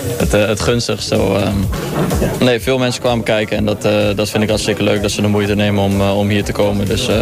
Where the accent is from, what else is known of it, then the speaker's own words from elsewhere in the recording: Groenlo, Gelderland, Netherlands; moved away as an adult; also born or lived in Twente; now in Hoffenheim, Germany; Ik voel me nog steeds een Achterhoeker. Ik ben altijd graag terug in Groenlo. Dus als voetballer was ik natuurlijk een tukker. Maar als mens ben ik wel echt een Achterhoeker.